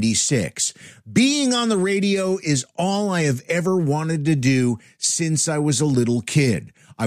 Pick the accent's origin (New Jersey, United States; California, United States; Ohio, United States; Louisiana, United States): New Jersey, United States; tuned into the stations from New York City, Philadelphia, and in my home state of New Jersey.